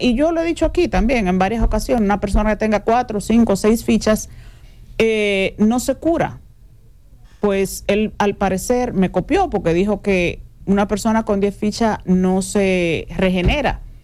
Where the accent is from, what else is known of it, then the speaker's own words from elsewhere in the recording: Dominican Republic; todos somos dominicanos